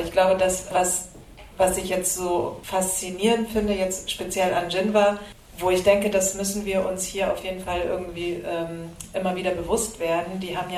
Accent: Germany; ich bin auch eine Frau, ich bin auch Deutsche, ich bin Kurdin, ich bin Jesidin

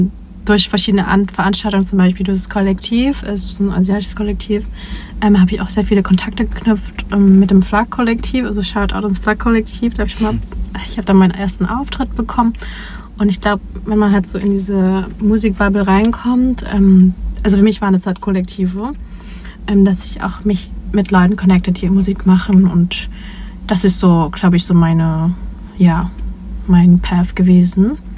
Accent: Vietnam; ich freue mich aber sehr, dass ich so Teil davon bin, so als Vietnamese und queere Person auch.

